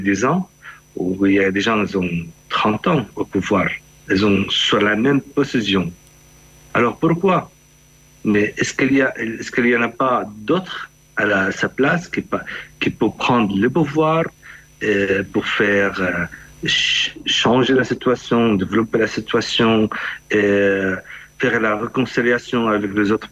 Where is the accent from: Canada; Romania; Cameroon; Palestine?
Palestine; French is a second language; Mais chaque partie chez nous en Palestine, elle cherche à prendre le pouvoir sans réfléchir, seulement chercher le pouvoir.